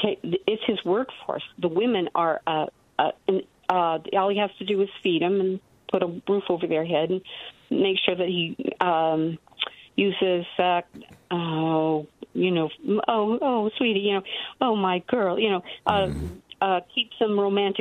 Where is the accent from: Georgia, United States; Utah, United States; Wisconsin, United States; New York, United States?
Utah, United States; now in Seattle, United States; I was born and raised in Utah, and I wasn't LDS, and so I was adamant about getting out of there.